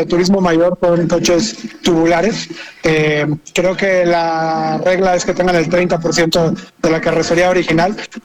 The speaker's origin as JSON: {"language": "Spanish", "region": "San Luis Potosí", "country": "Mexico", "tie": "born or raised there", "said": "pasamos por mi ciudad natal que es San Luis Potosí"}